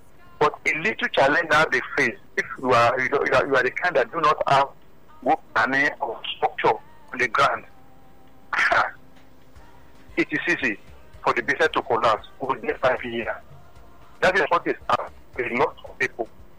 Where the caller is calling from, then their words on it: Ibafo, Ogun, Nigeria; I'm calling from Ibafo, yeah.